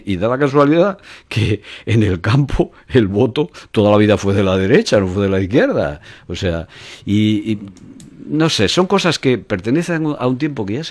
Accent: Asturias, Spain; yo soy asturiano, yo me crié en la aldea Y yo, por ejemplo, este Bable que se habla, a mí no me representa para nada.

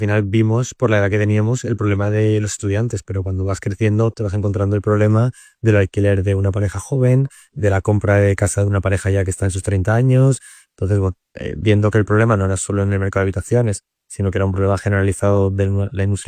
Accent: Castellón de la Plana, Valencian Community, Spain; Yo soy de Castellón y estudié económicas.

